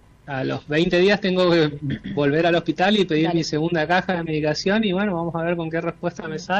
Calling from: Chaco, Argentina; yo soy chaqueño.

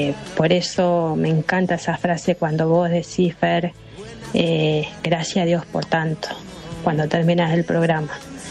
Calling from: Monte Grande, Buenos Aires Province, Argentina; de Montegrande.

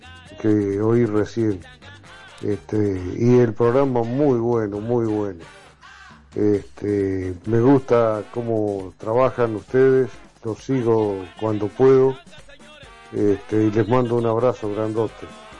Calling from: 9 de Julio, Buenos Aires Province, Argentina; del 9 de julio.

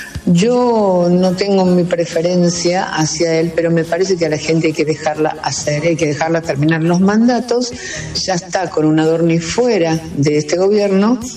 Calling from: Neuquén, Argentina; soy de Neuquén

